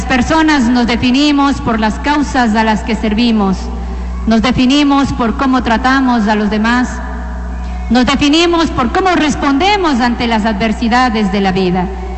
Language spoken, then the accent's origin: Spanish; Morona Santiago, Ecuador; hermanos y hermanas de esta bella ciudad de Macas y de toda nuestra bella provincia de Morona, Santiago